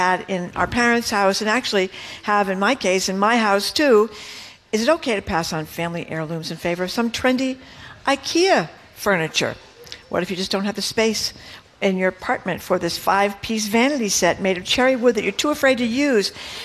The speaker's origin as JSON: {"language": "English", "town": "Fall River", "region": "Massachusetts", "country": "United States", "tie": "born or raised there", "said": "in my house at home when I was growing up in Fall River"}